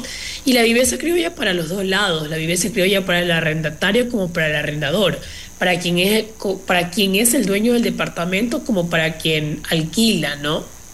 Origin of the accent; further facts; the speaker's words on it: Los Ríos, Ecuador; Yo soy de la provincia de Los Ríos. Yo tengo que regresar a mi provincia porque vivo allá. Entonces, claro, yo estoy bajo una figura de arrendamiento aquí en Quito.